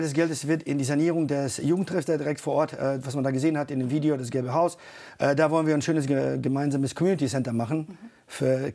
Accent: Bosnia & Herzegovina; ich komme ursprünglich aus Bosnien.

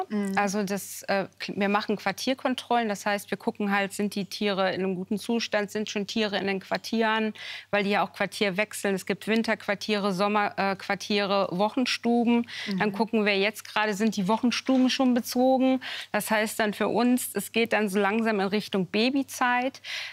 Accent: Cologne, North Rhine-Westphalia, Germany; also born or lived in United States; Ich bin ja im Kölner Zoo groß geworden, also dahinter.

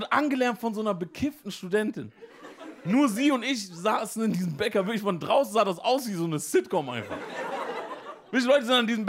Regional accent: Emden, Lower Saxony, Germany; Ich komme aus Emden, Ostfriesland. Das ist krass. Mein Vater, der kommt aus dem Senegal.

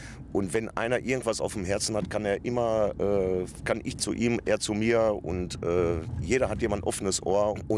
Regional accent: Herten, North Rhine-Westphalia, Germany; Aus Westerholt, Herten.

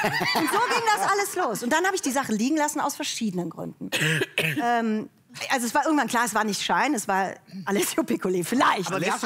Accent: Cologne, North Rhine-Westphalia, Germany; Du kannst dir ungefähr vorstellen, in welchem Spannungsverhältnis ich lebe als Kölnerin.

